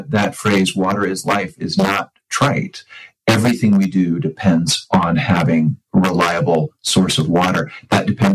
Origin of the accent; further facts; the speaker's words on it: Orem, Utah, United States; I grew up in Orem, Utah, just in the Utah Valley, about half hour away from Great Salt Lake.